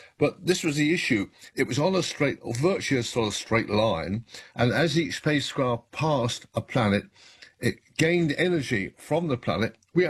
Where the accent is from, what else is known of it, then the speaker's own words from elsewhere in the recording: United Kingdom; moved away as an adult; now in United States; 70 when I came to America from Oxford, started working at JPL, then submitted a proposal, and somehow, out of the thousands that wanted to be involved, I was chosen the only British person at that stage ever to be selected.